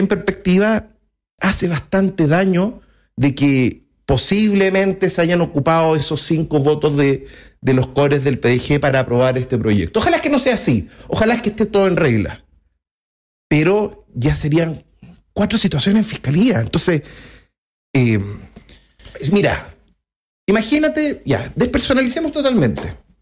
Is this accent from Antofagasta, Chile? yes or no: yes; Antofagasta, Chile; Pero jugar con el sentimiento de los antofagastinos. Yo soy de Antofagasta.